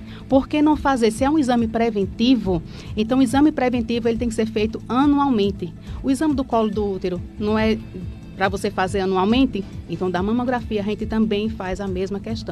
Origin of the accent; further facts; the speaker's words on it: Agrestina, Pernambuco, Brazil; fui nascida e criada lá.